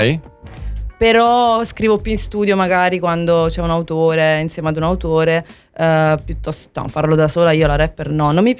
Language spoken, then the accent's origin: Italian; Caivano, Campania, Italy; sono originaria di Caivano